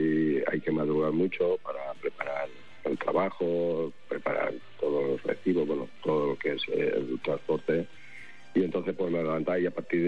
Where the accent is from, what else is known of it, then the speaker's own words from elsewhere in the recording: Valencia, Valencian Community, Spain; Ella al ser catalana, yo soy de aquí de Valencia, sí.